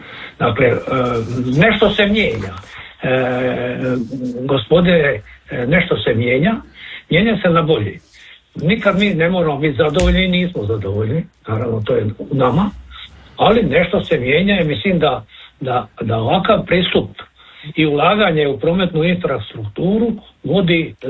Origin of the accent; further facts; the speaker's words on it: Split, Split-Dalmatia County, Croatia; kod nas u Splitu